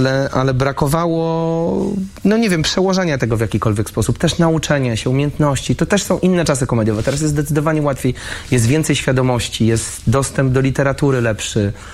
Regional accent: Warsaw, Masovian Voivodeship, Poland; ja jestem chłopakiem z Bielokowiska, tak jak … jestem z Bielan tylko.

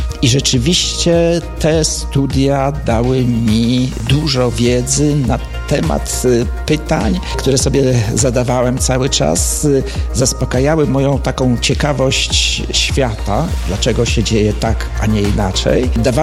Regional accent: Podlasie, Poland; also born or lived in Göttingen, Germany

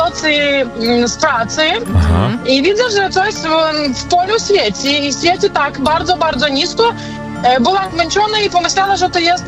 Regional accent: Belarus; Polish is a second language; ja jestem z Białorusi, ja nie jestem z Polski. No. I tak nie bardzo dokładnie gadam po polsku.

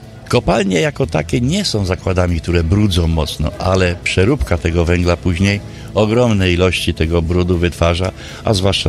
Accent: Wrocław, Lower Silesian Voivodeship, Poland; now in Wałbrzych, Poland; Jestem akurat z Wrocławia.

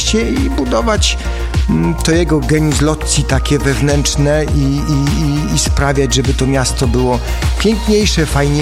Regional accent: Nowy Sącz, Lesser Poland, Poland; moje rodzinne miasto, Nowy Sącz

